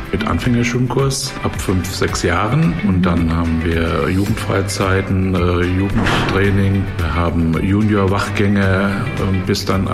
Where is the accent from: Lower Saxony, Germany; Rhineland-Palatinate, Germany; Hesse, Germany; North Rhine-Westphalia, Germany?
Hesse, Germany; Wiesbaden; Geboren in Wiesbaden, aufgewachsen, dort schwimmen gelernt.